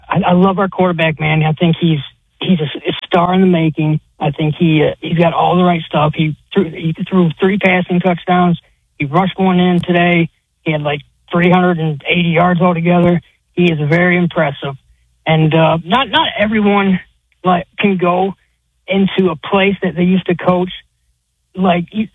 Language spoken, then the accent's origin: English; New York, United States; now in Alabama, United States; So I live in Alabama, but I grew up in Western New York.